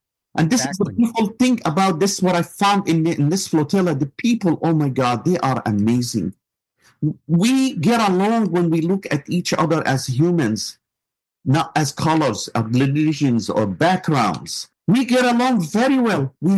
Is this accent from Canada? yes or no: no; Palestine; moved away as an adult; now in United States; I'm an American Palestinian. I still have family there.